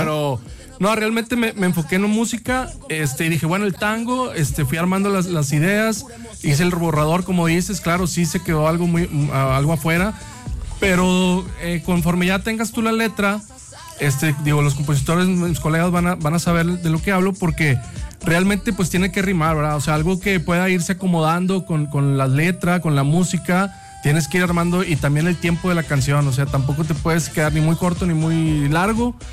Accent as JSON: {"language": "Spanish", "country": "Mexico", "said": "todos somos mexicanos, y vamos a portarnos y a dar la mejor de nosotros"}